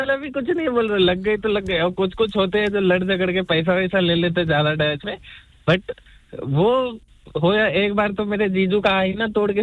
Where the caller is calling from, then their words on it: Mumbai, Maharashtra, India; मैं मेन मुंबई से हूँ, मैं मसगांव एरिया से हूँ